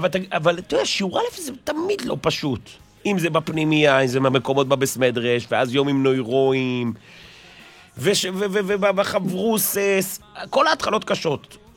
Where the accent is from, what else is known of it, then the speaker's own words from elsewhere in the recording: Bnei Brak, Tel Aviv District, Israel; born there; also born or lived in Haifa; נולדתי בחיפה בגיל שנתיים-שלוש. הגיעו לבני ברק, ההורים התחתנו, אמא שלי מבני ברק, אבא שלי מחיפה